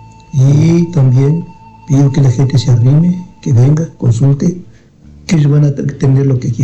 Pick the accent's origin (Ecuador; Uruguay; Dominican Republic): Uruguay; Artigas; Sí, soy de Artigas. Estoy viviendo en Artigas, pero soy de un pueblito de afuera de Artigas.